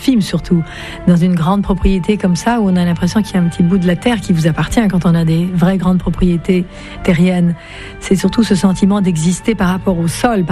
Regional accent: Paris, Île-de-France, France; je suis française

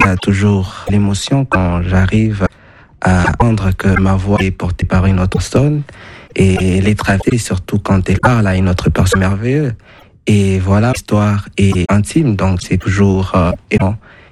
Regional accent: Bukavu, South Kivu, DR Congo; Je suis né à Bukavu et j'ai grandi à Bukavu.

